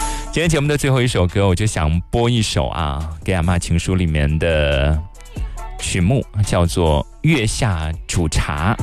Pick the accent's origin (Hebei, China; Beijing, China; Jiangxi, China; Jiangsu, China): Jiangsu, China